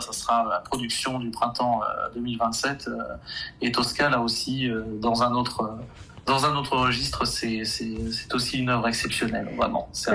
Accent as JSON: {"language": "French", "town": "Limoges", "region": "Nouvelle-Aquitaine", "country": "France", "tie": "born or raised there", "moved": "yes", "lives_now": "Quebec, Canada", "said": "Limoges en France. Donc, je suis né à Limoges et j'ai grandi dans la campagne environnante."}